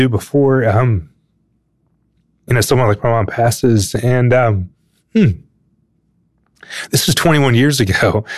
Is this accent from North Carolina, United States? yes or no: yes; Raleigh, North Carolina, United States; So I grew up in Raleigh, North Carolina, where college sports are really big